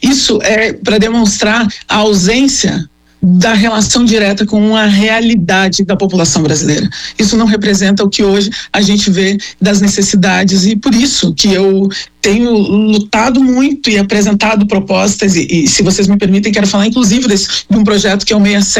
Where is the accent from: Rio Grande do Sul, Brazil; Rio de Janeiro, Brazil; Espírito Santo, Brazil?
Rio Grande do Sul, Brazil; Porto Alegre; eu me criei eu cresci numa ocupação aqui em Porto Alegre, numa comunidade.